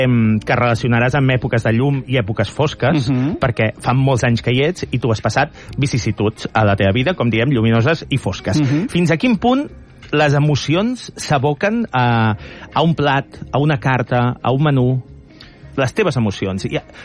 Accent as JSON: {"language": "Catalan", "town": "Sabadell", "region": "Catalonia", "country": "Spain", "said": "Que soc del Vallès, jo, Que soc de Sabadell, jo"}